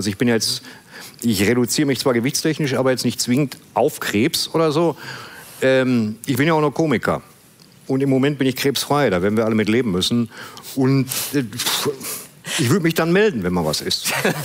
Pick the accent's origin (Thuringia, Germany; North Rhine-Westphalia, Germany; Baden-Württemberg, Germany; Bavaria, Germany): North Rhine-Westphalia, Germany; ich komme halt, wie gesagt, aus dem Ruhrgebiet.